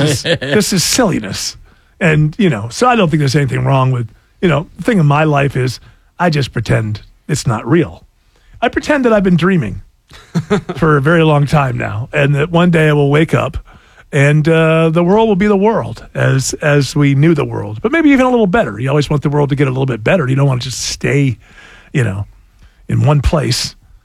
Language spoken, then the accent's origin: English; New York, United States